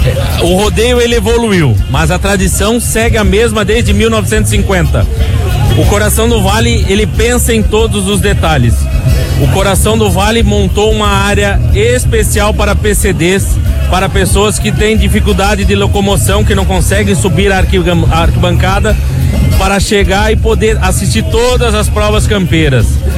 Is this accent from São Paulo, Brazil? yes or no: no; Gaspar, Santa Catarina, Brazil; E Gaspar, eu que sou gasparense, então eu tenho mais orgulho ainda de poder estar aqui falando dessa entidade onde eu me criei, onde tudo começou.